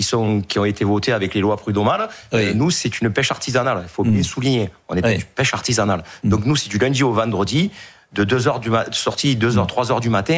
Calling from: Aigues-Mortes, Occitanie, France; J'habite à Aigues-Mortes.

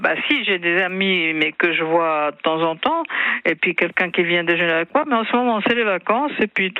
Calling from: Bourgogne-Franche-Comté, France; J'habite en Franche-Comté, dans le pays de Montbéliard.

